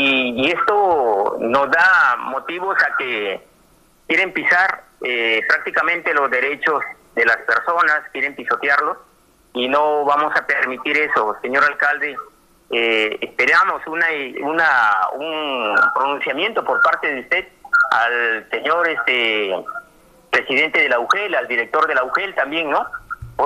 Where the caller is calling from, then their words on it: Tambogrande, Piura, Peru; a mi pueblo de Tambo Grande reitero mis saludos.